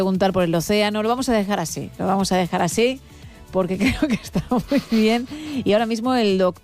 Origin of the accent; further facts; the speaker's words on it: Madrid, Community of Madrid, Spain; born there; No, nací en Madrid.